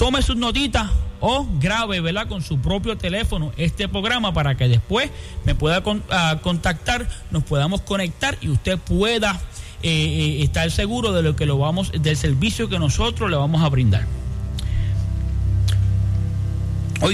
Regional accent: Puerto Rico; yo sé que somos puertorriqueños, hispanos

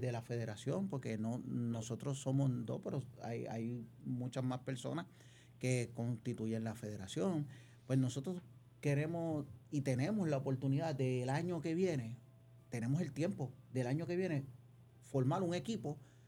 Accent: Puerto Rico

